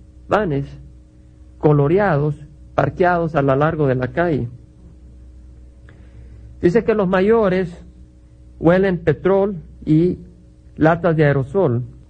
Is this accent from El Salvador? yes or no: yes; El Salvador; now in United States; Su servidor viene de El Salvador, donde hemos visto la guerra civil, la sangre y la destrucción que causó.